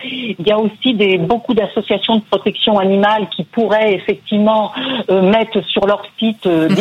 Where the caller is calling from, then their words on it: Brech, Brittany, France; Je vous appelle de la ville de Breck.